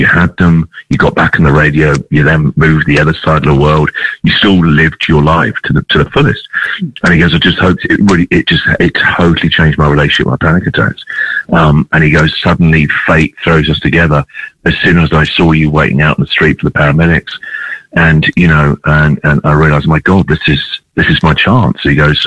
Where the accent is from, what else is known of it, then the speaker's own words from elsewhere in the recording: England, United Kingdom; moved away; I'm an English guy, the other side of the world.